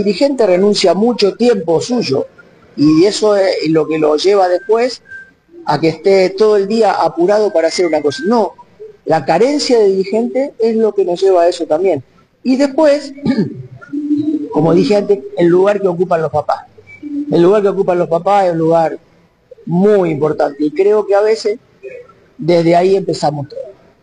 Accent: Máximo Paz, Santa Fe, Argentina; also born or lived in Chile / Rosario; yo cuando me volví de Chile a vivir a Rosario, a mi ciudad, o yo, mejor dicho, soy de Máximo Paz, un pueblo de aquí del sur de Santa Fe, yo volví ahí

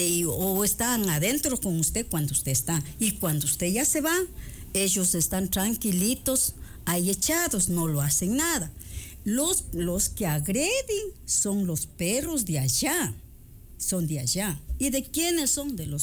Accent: Quito, Pichincha, Ecuador; now in Baños, Ecuador; yo vine de Quito por mi madre, de las cuales yo me quedé. Entonces, lo que me dedico yo es, yo tenía mi negocito aquí en Baños, después me fui a Río Verde.

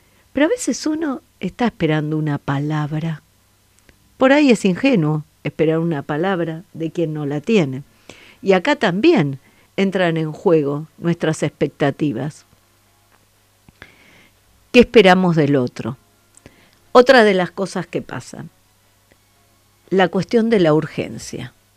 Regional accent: Buenos Aires, Argentina; Yo vivía en un barrio, en Parque Chacabuco

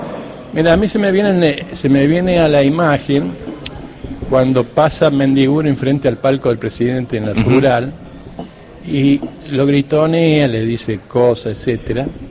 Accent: Argentina; el problema que tenemos como argentinos

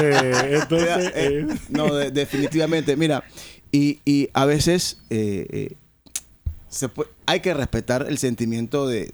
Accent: Colón, Panama; a pesar de que son o somos negros, o somos de Colón.

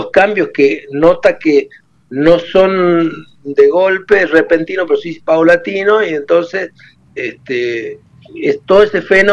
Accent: Córdoba, Argentina; now in Paraná, Argentina; Yo nací, me crié en el barrio de Alberdi.

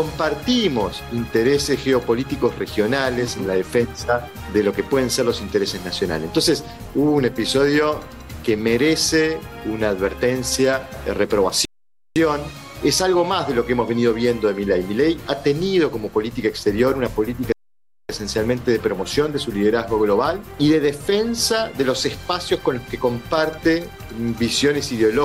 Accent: Argentina

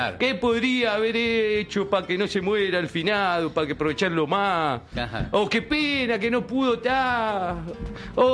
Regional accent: Uruguay; El uruguayo entiende que el que no está, no está. Como el indio solar y como buen uruguayo.

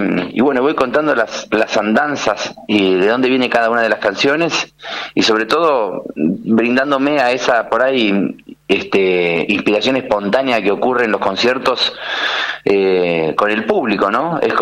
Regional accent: Mar del Plata, Buenos Aires Province, Argentina; De Mar del Plata.

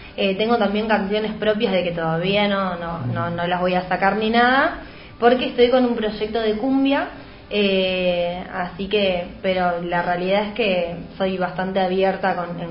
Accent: General Roca, Río Negro, Argentina; moved away as an adult; now in Buenos Aires, Argentina; nosotros somos de Río Negro, de la ciudad de General Roca. Ajá. Yo estoy hace ya un mes acá en la ciudad de Buenos Aires

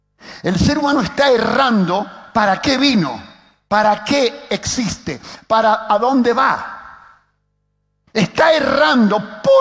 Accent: Argentina; Che, como argentino.

